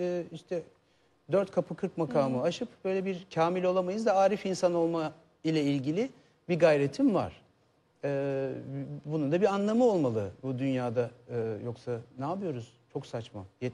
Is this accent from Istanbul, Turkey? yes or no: yes; Istanbul, Turkey; Fatih'te doğdum büyüdüm ben. Böyle orta direğin biraz altı gibi bir aile.